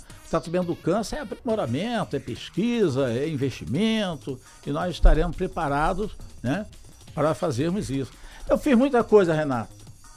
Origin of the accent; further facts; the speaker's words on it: Cabo Frio, Rio de Janeiro, Brazil; born there; a cabofriense é igual a mim, que nasci aqui na Passagem, né?